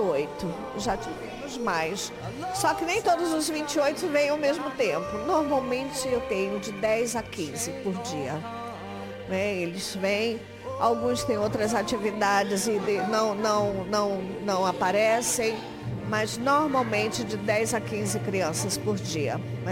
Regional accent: São Luís, Maranhão, Brazil; moved away as an adult; also born or lived in João Pessoa, Paraíba; now in Lisbon, Portugal; eu sou de São Luís do Maranhão, mas era em João Pessoa que eu dava aula.

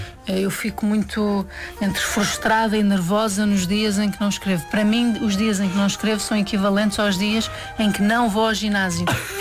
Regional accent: Vizela, Norte, Portugal; Sou de Vizela, exatamente.

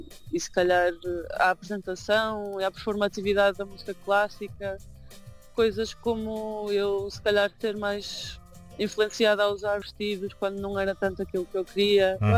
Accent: Porto, Norte, Portugal; Como sou do Porto também, e que trabalho maioritariamente no Porto

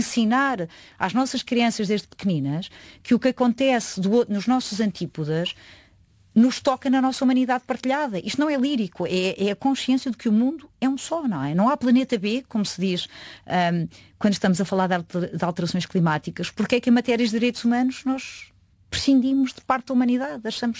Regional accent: Portugal; Eu sinto que tenho beneficiado imenso no meu trabalho do facto de ser portuguesa.

